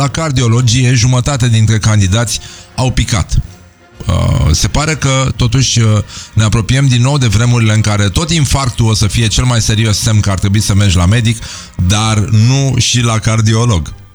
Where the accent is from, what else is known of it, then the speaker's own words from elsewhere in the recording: Brăila, Brăila County, Romania; noi suntem din Brăila